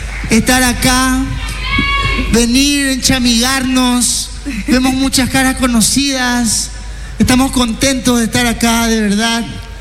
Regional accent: Itauguá, Central, Paraguay; born there; Hospital Nacional de Itagua, lugar donde yo nací.

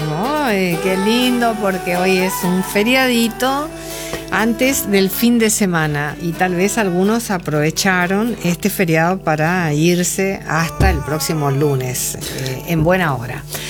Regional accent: Avellaneda, Santa Fe, Argentina; moved away; en Avellaneda, Santa Fe, de donde soy oriunda, también hoy es asueto

